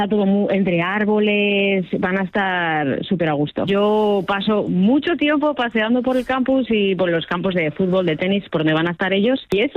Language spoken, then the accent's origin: Spanish; Burgos, Castile and León, Spain; Es una ciudad así media, yo soy de Burgos, así que en comparaciones similar de tamaño.